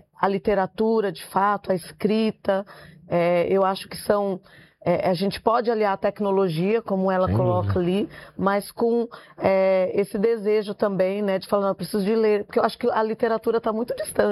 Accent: Tiradentes, Minas Gerais, Brazil; eu venho lá da cidade de Tiradentes, né? De um contexto muito parecido com o seu

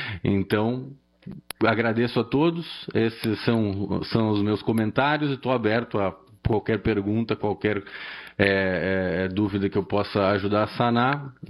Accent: Rio Grande do Sul, Brazil; todo o vale do Taquari, do vale da cidade de Santa Cruz, do Rio, é meu estado natal

